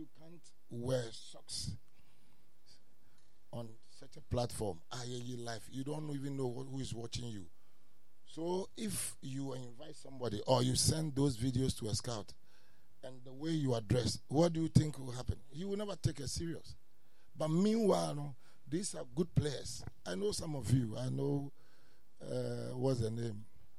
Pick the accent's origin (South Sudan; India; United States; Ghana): Ghana; Tema, Greater Accra; I grew up here in Tema.